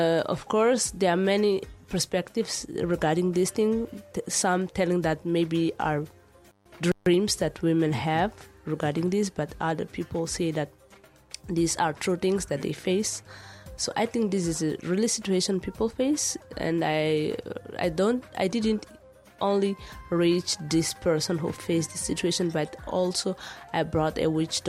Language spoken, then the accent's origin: English; Inhambane, Mozambique; also born or lived in Maputo; First of all, I'm Mozambican